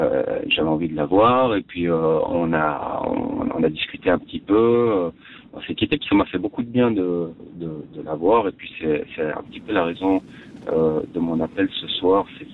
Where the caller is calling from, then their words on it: Sion, Valais, Switzerland; je téléphone de Sion.